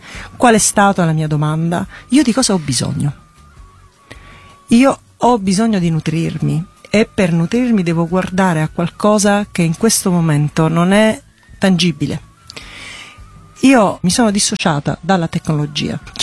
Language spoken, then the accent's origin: Italian; Sicily, Italy